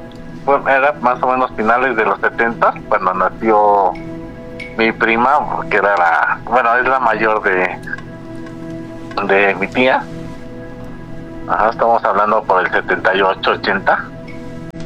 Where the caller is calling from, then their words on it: Tecámac, State of Mexico, Mexico; De acá del municipio de Tecámac, Estado de México